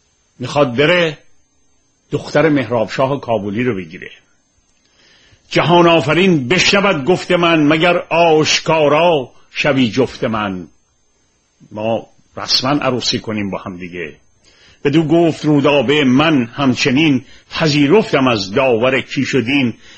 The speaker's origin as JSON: {"language": "Persian", "country": "Iran", "said": "ببینید ما در ایران یاد نگرفتیم بحث کنیم، یاد گرفتیم جدل کنیم."}